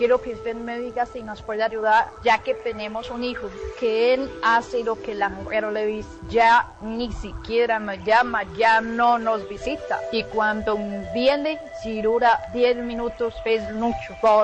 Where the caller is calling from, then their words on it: Roldanillo, Valle del Cauca, Colombia; Somos de aquí, de Rosdanillo.